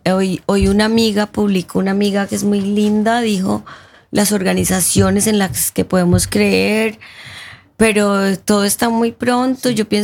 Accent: Colombia; Yo nunca había estado. Yo soy colombiana, nunca había estado.

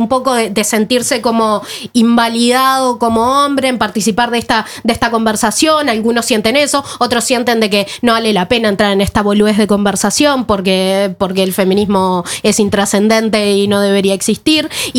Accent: Uruguay; now in Norway; como latinoamericana siento que, y como uruguaya, siento que esta conversación en Uruguay era mucho más habitual, y que cuando llegué acá a Noruega eso no era así

